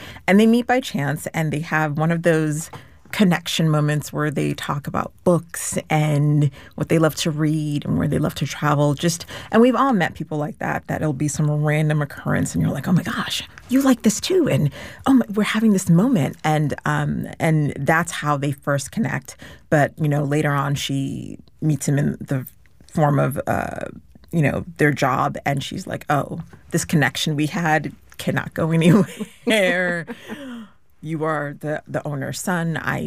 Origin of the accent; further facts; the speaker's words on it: Shrewsbury, Massachusetts, United States; Growing up, I grew up in Massachusetts in a very small town, Shrewsbury, Massachusetts. Anyone listening from Shrewsbury, like, I hear you.